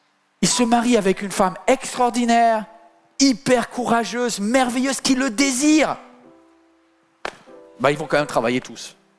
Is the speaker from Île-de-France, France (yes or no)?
yes; Paris, Île-de-France, France; Moi, je viens de Paris, moi, j'ai laissé l'église, il y avait déjà Denise qui était là et tout ça.